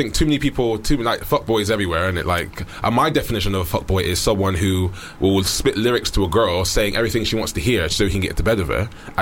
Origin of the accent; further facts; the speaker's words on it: Jamaica; I'm Jamaican